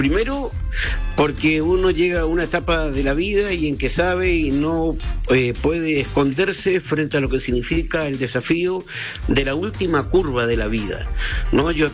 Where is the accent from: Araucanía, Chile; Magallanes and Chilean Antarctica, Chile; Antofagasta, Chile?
Magallanes and Chilean Antarctica, Chile; Me debo haber entendido poco, Magallanes, vengo de Magallanes.